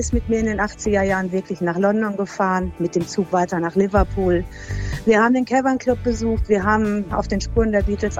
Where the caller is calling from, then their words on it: Kirchhundem, North Rhine-Westphalia, Germany; ich komme aus Kirchhundemarmecke